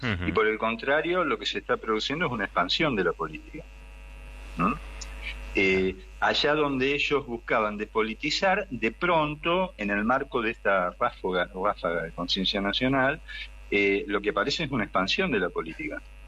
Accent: Argentina

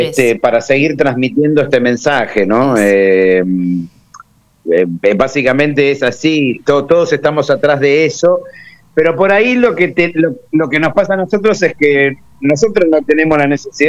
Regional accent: Buenos Aires, Argentina; Yo soy de Capital, ajá. Sí, soy de Capital.

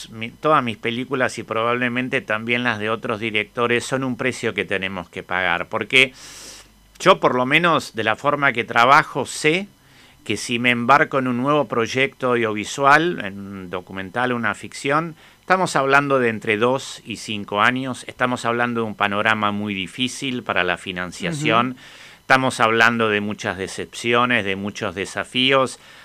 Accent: Argentina; yo como argentino

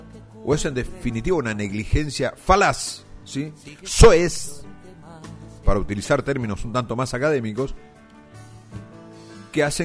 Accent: Argentina

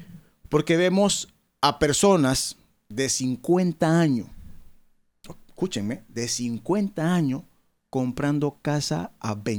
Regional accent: Panama; Final es o somos todos los panameños que dejamos de percibir ese dinero, no tu restaurante.

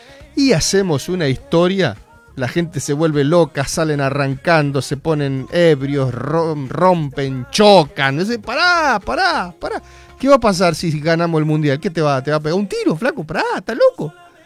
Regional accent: Argentina; No pasa nada con que veas el partido. Somos argentinos.

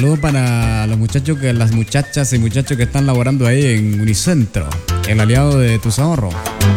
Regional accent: Nicaragua; somos nicaragüenses.

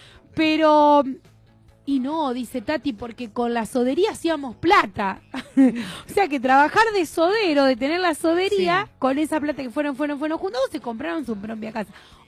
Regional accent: Argentina; no es tan malo vivir en nuestro país.

